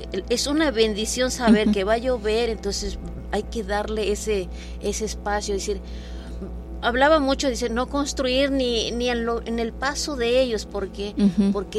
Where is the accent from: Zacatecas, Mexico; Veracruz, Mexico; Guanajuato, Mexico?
Veracruz, Mexico; Palmital; Entonces, uh-huh. Yo soy de Palmital, pertenece. Sí. a Tantuyuca.